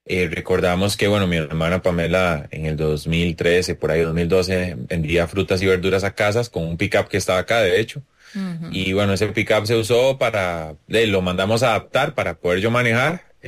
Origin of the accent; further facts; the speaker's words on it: San José, Costa Rica; y la zona de acá de donde somos, de Brasil de Mora